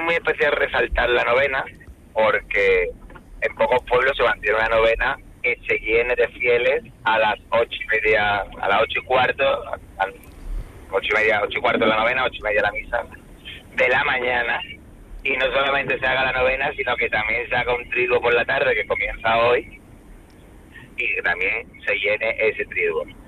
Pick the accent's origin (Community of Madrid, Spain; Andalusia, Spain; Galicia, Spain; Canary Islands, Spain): Andalusia, Spain; Seville; now in Los Molares, Spain; que qué mejor ejemplo el mío, que llegué desde Sevilla y me hicieron su alcalde precisamente